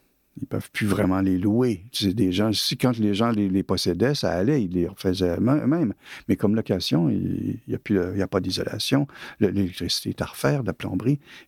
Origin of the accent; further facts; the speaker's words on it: Quebec City, Quebec, Canada; Puis même ma ville natale, Québec, que j'adore, puis dont je m'ennuie souvent